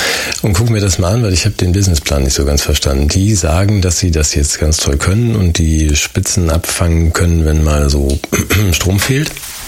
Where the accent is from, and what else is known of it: Germany